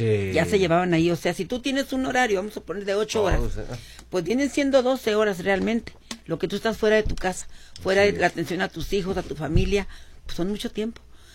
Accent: Mexico; nosotros mismos como mexicanos

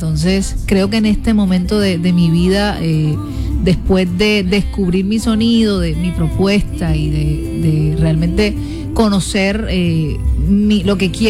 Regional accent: Cartagena, Bolívar, Colombia; soy cartagenera, tengo 27 años

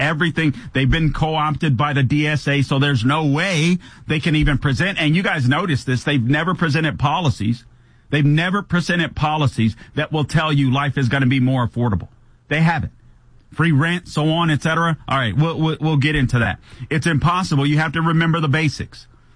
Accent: Florida, United States; Congresswoman Maria Salazar in my home state of Florida in the Miami area

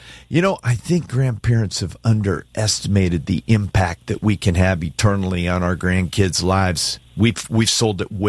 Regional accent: Alaska, United States; I was raised in Alaska. My dad and mom moved there before it was a state, before it even reached statehood.

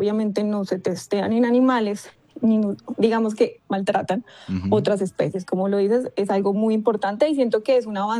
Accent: Colombia; now in United States; yo soy colombiana, pero vivo en Estados Unidos, entonces he podido conocer este mundo en dos países diferentes

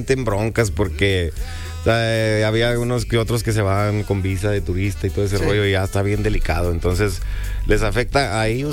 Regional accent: Nuevo León, Mexico; born there; moved away; En La Conquista, compadre, en el municipio de Los Romos, Nuevo León.

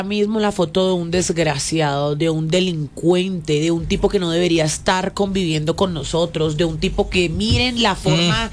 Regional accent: Venezuela; soy venezolano y lo único que no quiero es ver a los chavistas ahí por ahora.

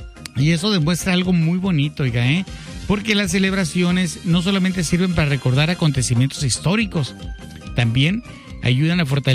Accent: Moctezuma, Sonora, Mexico; moved away; also born or lived in Cumpas, Sonora; allá en mi pueblo, en Tangamandapio, digo yo, en Moctezuma, Sonora

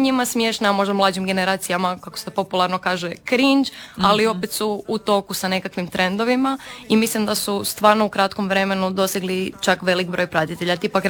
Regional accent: Zagreb, City of Zagreb, Croatia; ja sam iz Zagreba

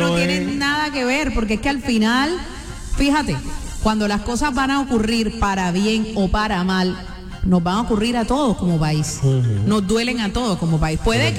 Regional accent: Colombia; todos somos colombianos.

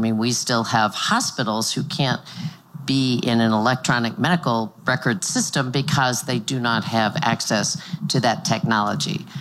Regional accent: Kansas, United States; my home state is Kansas. We both have significant rural areas in our states.

